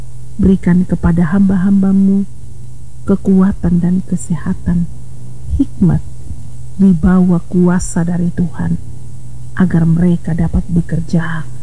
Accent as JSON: {"language": "Indonesian", "area": "Alor", "region": "East Nusa Tenggara", "country": "Indonesia", "said": "kami orang Alor"}